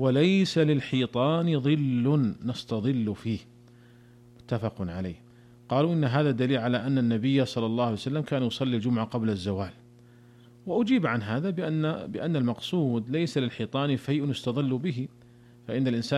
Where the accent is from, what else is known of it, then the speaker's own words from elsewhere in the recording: Saudi Arabia; عندنا في المملكة العربية السعودية